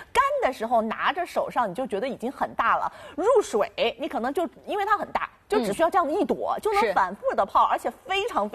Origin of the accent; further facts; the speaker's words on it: China; 所以对于我们中国人来说，茶文化不是光光喝茶叶